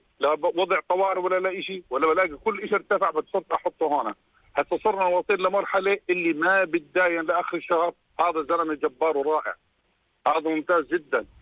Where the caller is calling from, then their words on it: Irbid, Irbid Governorate, Jordan; عندنا في اربد